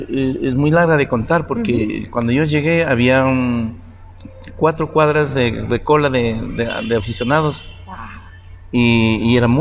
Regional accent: Imbabura, Ecuador; moved away; yo de Pimán Power

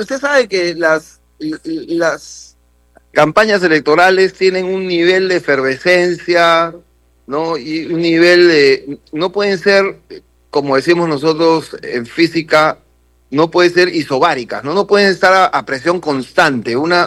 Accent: Peru

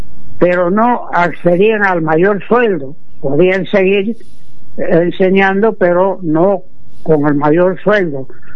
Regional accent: Peru

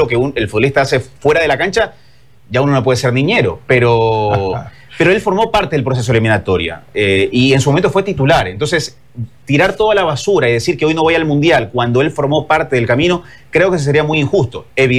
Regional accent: Machala, El Oro, Ecuador; Yo soy de Machala.

